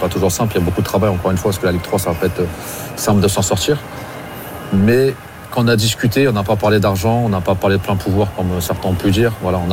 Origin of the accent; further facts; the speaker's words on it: Normandy, France; Nous, on est des Hauts Normands et Caen est en Basse Normandie. Nous, c'est le Havre Rouen, le vrai derby, c'est pas le Havre Caen.